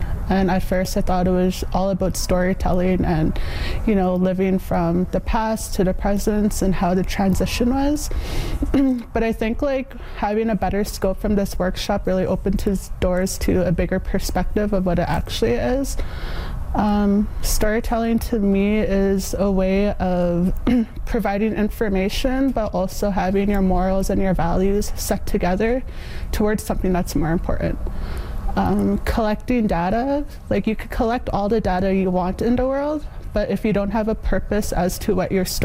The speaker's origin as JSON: {"language": "English", "region": "Northwest Territories", "country": "Canada", "said": "I'm from Toledo, Northwest Territories, a little place called the Sawtooth Region."}